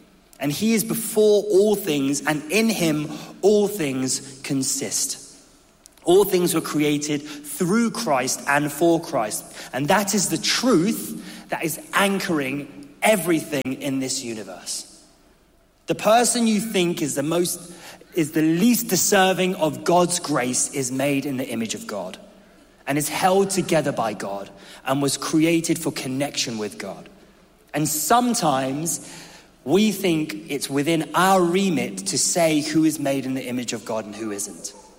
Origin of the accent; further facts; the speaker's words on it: United Kingdom; before I am British and Ghanaian